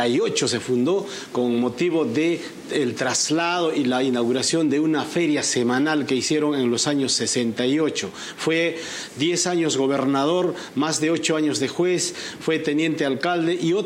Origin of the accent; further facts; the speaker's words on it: San Antón, Puno, Peru; Yo soy del distrito de San Antón, de la provincia de Azángaro, de la región de Puno. A mucha honra.